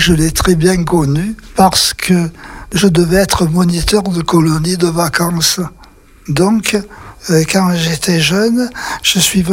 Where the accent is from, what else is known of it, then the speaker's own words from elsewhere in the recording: Nanterre, Île-de-France, France; born there; Je suis né à Nanterre, c'est-à-dire tout près de Paris.